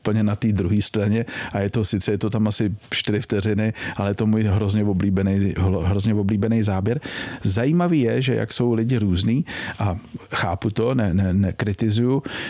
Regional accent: Prague, Czechia; já jsem jako Pražák, narodil jsem se v Praze

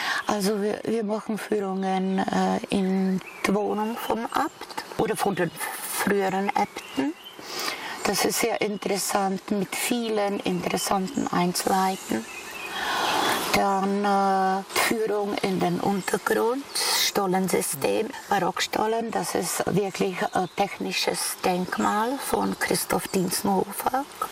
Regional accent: Aš, Karlovy Vary Region, Czechia; So bin ich in Asch geboren.

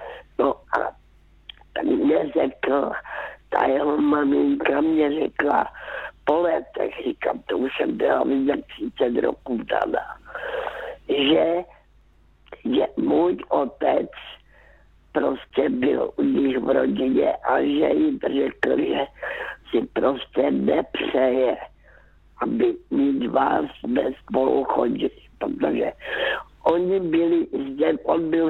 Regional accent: Karolinka, Zlín Region, Czechia; born there; já už jsem byla vdaná a jezdívala jsem zpátky do Karolinky zpátky do mého rodiště.

